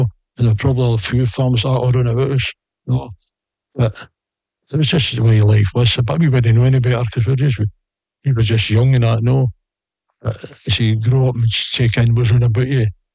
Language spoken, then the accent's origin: English; Scotland, United Kingdom; And although I'm not into politics or anything like that, I'm Scottish. Although my dad was Irish, you know, he came from Sligo.